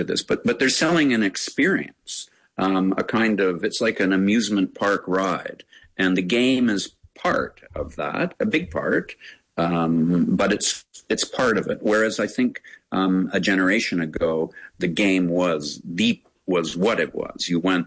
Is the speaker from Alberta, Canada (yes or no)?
no; Hamilton, Ontario, Canada; Grew up in Hamilton